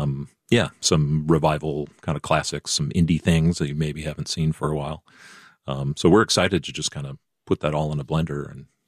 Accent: Iowa, United States; now in North Carolina, United States; I come from Iowa

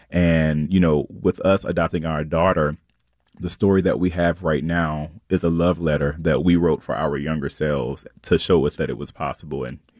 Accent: North Carolina, United States; Like, you know, I'm from North Carolina and I never saw Hillsborough being as progressive as I guess that it is now.

